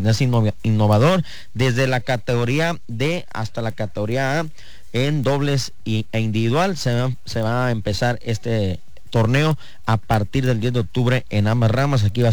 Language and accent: Spanish; Mexico; Pues no me he inscrito, pero como todo mexicano, hasta el último nos inscribimos y vamos a ir a correr.